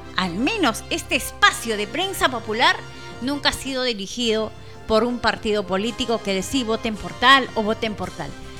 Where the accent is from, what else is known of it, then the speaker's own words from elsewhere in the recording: Mazamari, Junín, Peru; somos de acá, somos de Masamari, nos quedamos acá